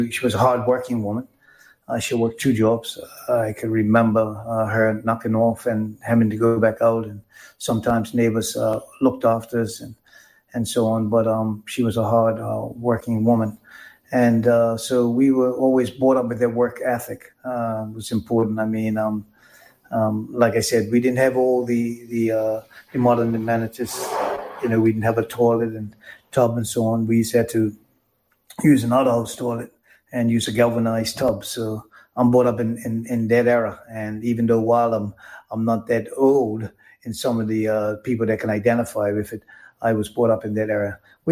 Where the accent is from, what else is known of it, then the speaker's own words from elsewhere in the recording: Hamilton Parish, Bermuda; I was actually brought up in Hamilton Parish in Coral Hill.